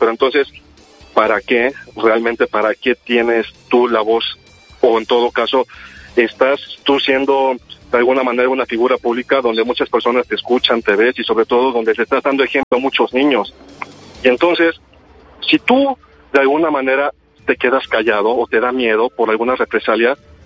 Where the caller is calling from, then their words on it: Xalapa, Veracruz, Mexico; se llamo de Jalapa.